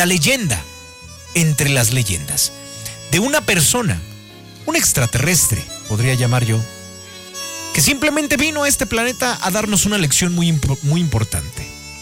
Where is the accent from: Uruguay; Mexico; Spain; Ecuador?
Mexico; nosotros como mexicanos